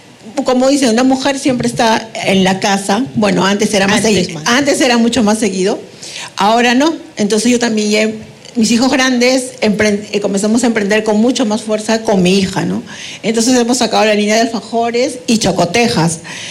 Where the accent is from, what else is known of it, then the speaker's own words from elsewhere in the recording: Peru; porque tenemos muchas influencias como peruanos que somos